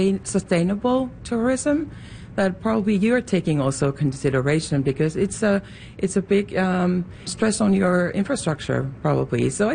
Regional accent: Lapland, Finland; I'm actually from Lapland, and that's also a place where we get a lot of tourists.

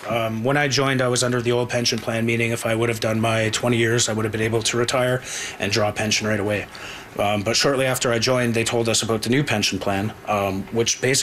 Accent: Webwood, Ontario, Canada; I grew up in Webwood.

